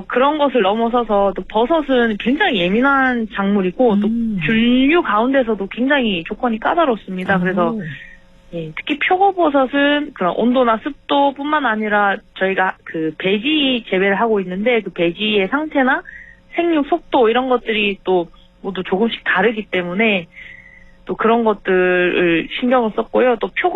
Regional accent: Busan, South Korea; moved away as an adult; now in Sangju, South Korea; 저는 부산이 고향이고요. 저희 상주는 아버지 고향으로

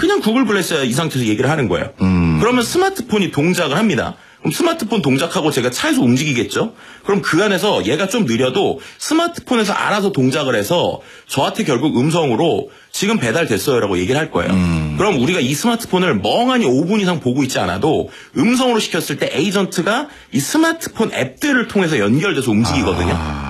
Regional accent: South Korea; 제가 한국 사람이어서 그런 게 아니라

